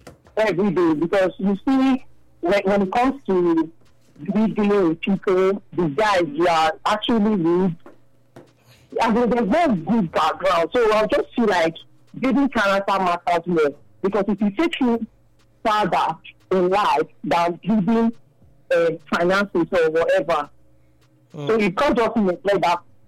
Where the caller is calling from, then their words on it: Benin; I'm calling from Benin.